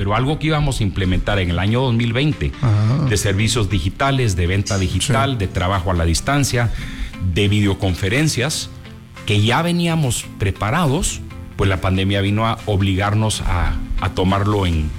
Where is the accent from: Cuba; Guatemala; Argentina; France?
Guatemala; los guatemaltecos no entendemos mucho de los seguros